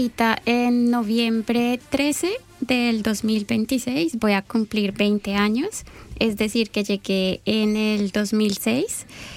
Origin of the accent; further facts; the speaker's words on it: Bogotá, Colombia; moved away as an adult; also born or lived in London; now in Australia; yo soy administradora de empresas, yo soy de Bogotá, estudié en el externado de Colombia, hice mi carrera por 5 años